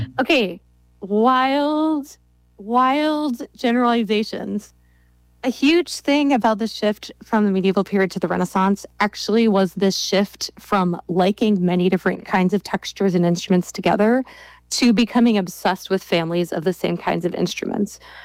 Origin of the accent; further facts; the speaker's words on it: Minnesota, United States; Because I grew up in Minnesota, which I also love, and I love water, but I am still astonished by mountains.